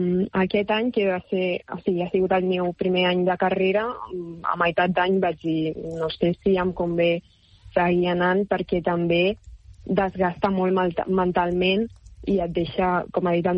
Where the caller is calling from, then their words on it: Vilafranca del Penedès, Catalonia, Spain; Jo soc de Vilafranca del Penedès